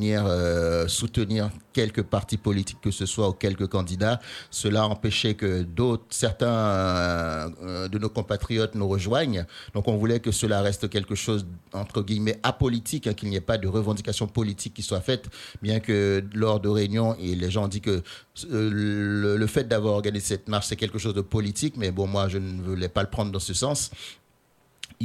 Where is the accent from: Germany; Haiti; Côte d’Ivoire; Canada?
Haiti